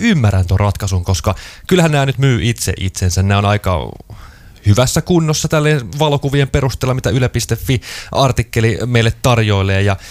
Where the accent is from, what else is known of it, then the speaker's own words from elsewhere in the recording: Hollola, Päijänne Tavastia, Finland; kyllä mä muistan tuolla Hollolassa lapsuuden viettäneenä, että meidän kotikulmilla saattoi olemaan aika monta tämmöistä autiotaloa